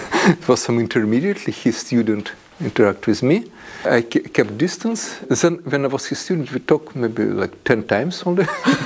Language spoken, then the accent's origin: English; Russia; English is a second language; You see, because I'm from Russia and I never been on the east of Ural Mountains in Russia, so I've seen only in very little of western part.